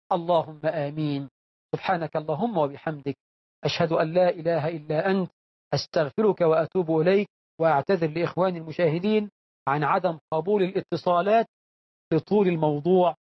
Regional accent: Egypt; بلدنا مصر

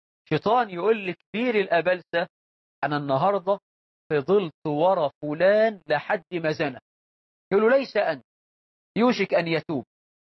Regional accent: Egypt; بلدنا مصر

